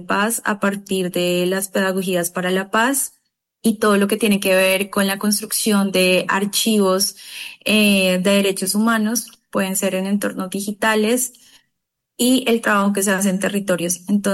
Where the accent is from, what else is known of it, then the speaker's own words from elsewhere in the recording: Buenaventura, Valle del Cauca, Colombia; born there; now in Cali, Colombia; nací en Buenaventura y migré a la ciudad de Cali.